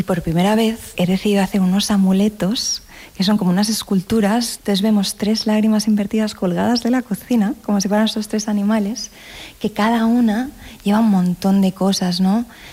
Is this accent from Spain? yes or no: yes; Valencian Community, Spain; Yo soy valenciana